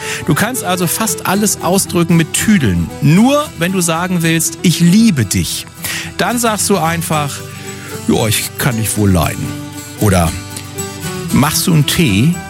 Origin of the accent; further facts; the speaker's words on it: Northern Germany, Germany